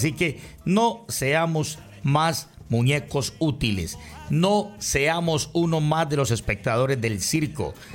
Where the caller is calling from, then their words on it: Cali, Valle del Cauca, Colombia; como ciudadano caleño